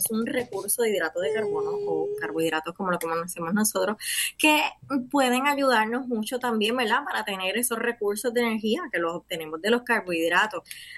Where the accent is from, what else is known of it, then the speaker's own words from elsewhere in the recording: Puerto Rico; me incluyo como boricua